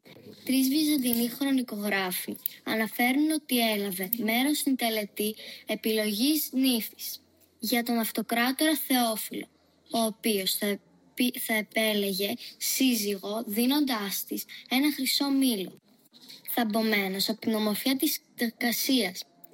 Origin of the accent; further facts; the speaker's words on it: Thessaloniki, Central Macedonia, Greece; Greek is a second language; και κατάγομαι από τη Θεσσαλονίκη. Μαθαίνω ελληνικά στο κολέγιο του Άγιου Ιωάννη.